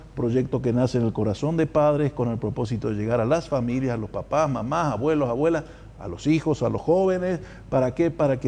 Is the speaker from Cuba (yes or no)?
no; Paraguay